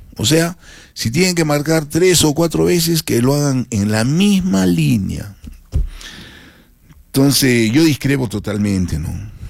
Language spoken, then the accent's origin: Spanish; Arequipa, Peru; Yo estoy hablando como ciudadano, como un arequipeño más en este momento